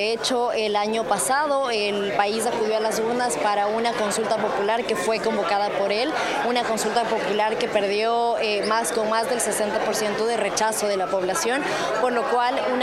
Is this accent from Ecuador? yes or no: yes; Ecuador